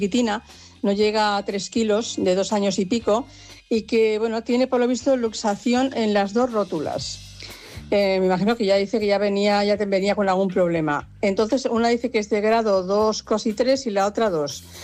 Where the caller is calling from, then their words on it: Cornellà, Catalonia, Spain; aquí de Cornellá.